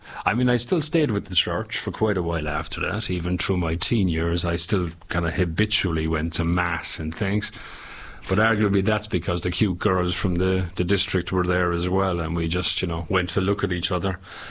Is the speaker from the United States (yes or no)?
no; Ireland; Okay, I grew up in Ireland. I was born in the 70s. I, let's say, grew up in the 80s.